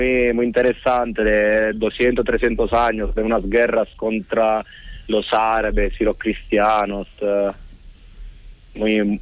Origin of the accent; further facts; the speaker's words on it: Italy; Yo, italiano.